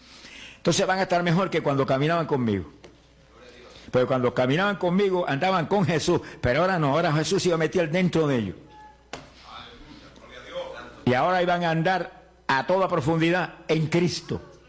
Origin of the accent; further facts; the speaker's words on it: Camuy, Puerto Rico; born there; moved away; Yo me convertí allá en Puerto Rico, en mi pueblo de Camuy. Me añadí a una de las iglesias evangélicas.